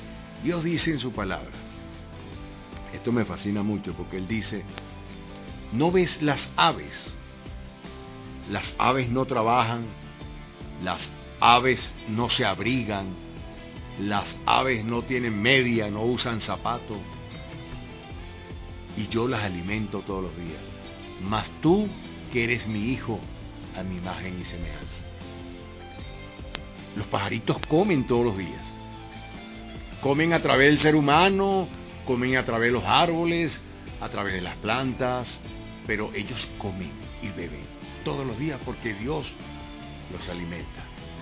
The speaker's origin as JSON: {"language": "Spanish", "country": "Venezuela", "said": "tenemos una bendición, que somos venezolanos."}